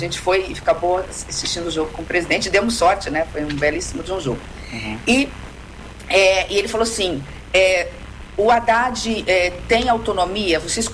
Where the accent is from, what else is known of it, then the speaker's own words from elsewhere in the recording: Brazil; eu sei dialogar, porque eu sou do interior do Brasil, então eu conheço a mulher conservadora